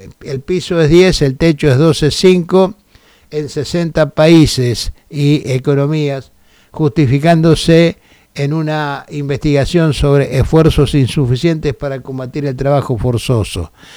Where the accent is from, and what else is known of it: Argentina